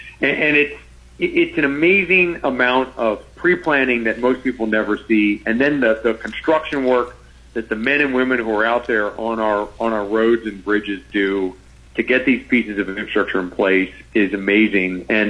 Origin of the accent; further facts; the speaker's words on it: Stuart, Florida, United States; So that's how I ended up getting born and raised in Stuart, Florida.